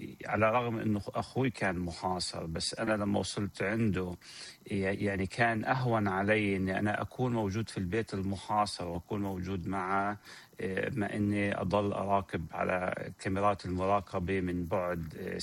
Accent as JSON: {"language": "Arabic", "town": "Qusra", "region": "West Bank", "country": "Palestine", "tie": "born or raised there", "moved": "yes", "lives_now": "Ohio, United States", "said": "تركت بيتي اللي بأوهايو وتركت شغلي، تركت زوجتي وتركت بناتي حتى أجي على القصرة اللي أنا انولدت وتربيت فيها، أمي موجودة فيها، إخواني أصحابي أقربائي كلهم موجودين فيها،"}